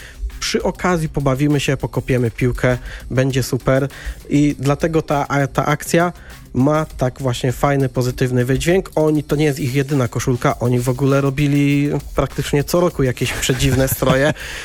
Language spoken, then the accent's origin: Polish; Konin, Greater Poland Voivodeship, Poland; koszulkę Górnika Konin na urodziny z mojego rodzinnego miasta.